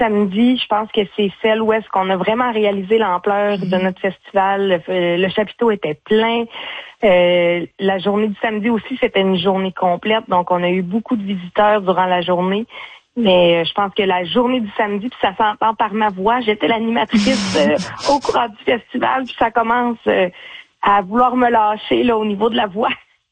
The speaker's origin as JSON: {"language": "French", "town": "Sacré-Cœur", "region": "Quebec", "country": "Canada", "said": "chez nous à Sacré-Cœur."}